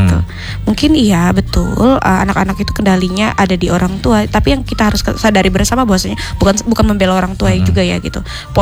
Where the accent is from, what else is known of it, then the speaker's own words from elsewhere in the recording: Lampung, Indonesia; Karena itu tadi para saya kebetulan dari Kabupaten Tulang Bawang Barat.